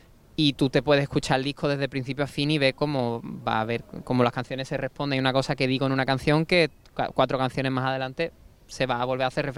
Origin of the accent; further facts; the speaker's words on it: Cádiz, Andalusia, Spain; moved away as an adult; now in Puerto Real, Spain; yo soy de Cádiz